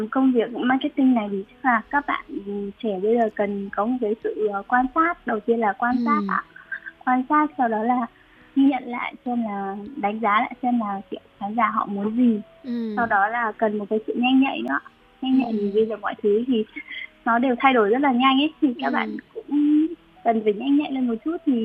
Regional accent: Thanh Hoa, Vietnam; now in Hanoi, Vietnam; Em quê ở Thanh Hóa.

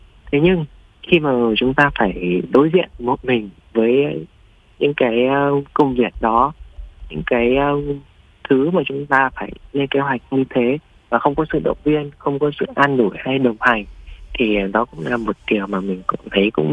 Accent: Hanoi, Vietnam

